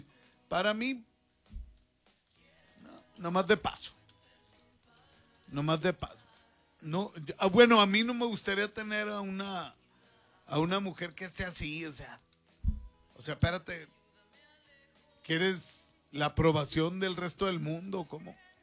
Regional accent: northern Mexico, Mexico; lo digo como buen norteño

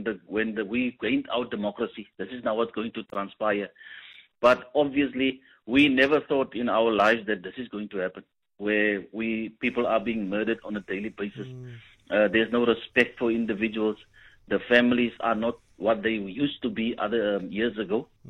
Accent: Cape Town, Western Cape, South Africa; I grew up in Plainfield.

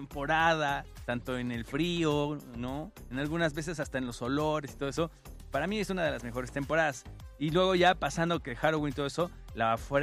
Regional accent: Mexico; nosotros como mexicanos

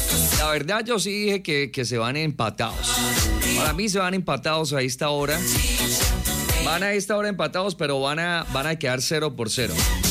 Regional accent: Colombia; O sea, yo soy colombiano, le hago fuerza.

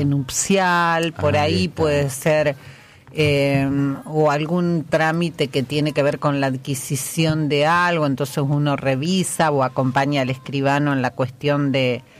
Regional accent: San José de la Esquina, Santa Fe, Argentina; born there; moved away; also born or lived in Rufino

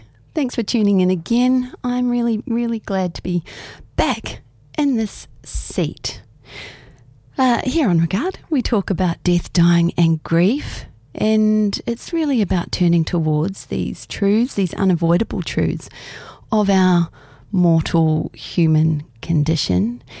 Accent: Oamaru, Otago, New Zealand; now in Australia; my hometown. And it's in the south of the South Island on the East Coast.

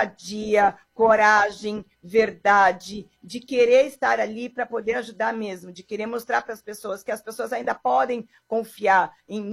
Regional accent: Brazil; Eu, como brasileira também, como vivo na população

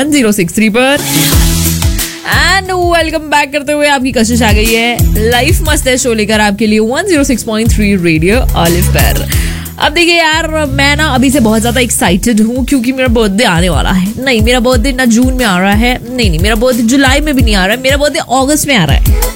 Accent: Bhopal, Madhya Pradesh, India; now in Qatar; मैं ना भोपाल से हूँ

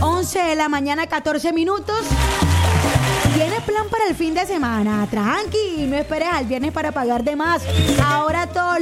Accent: Cartagena, Bolívar, Colombia

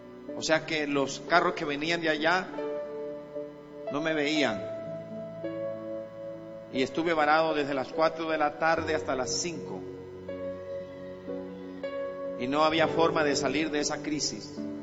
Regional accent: Colombia; born there; Pero nací en Colombia, tierra de bendición.

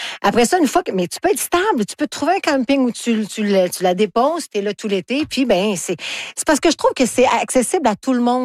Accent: Alma, Quebec, Canada; moved away; Moi, je viens du Lac, ma famille vient du Lac-Saint-Jean, d'Alma.

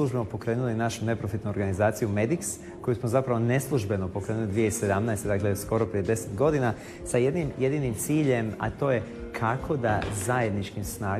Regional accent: Split, Split-Dalmatia County, Croatia; accent: Split; moved away as an adult; also born or lived in Zagreb, Croatia; now in United States; Ja sam završio medicinski fakultet s ponosom u Splitu, inače rođen iz Splita, odrastao u Splitu i sve kažu da imam toliko naglasak iz Splita, ali ima tu i tamo negdje naglasak.

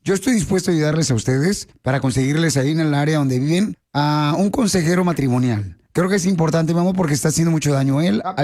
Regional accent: Michoacán, Mexico; No, soy de Michoacán.

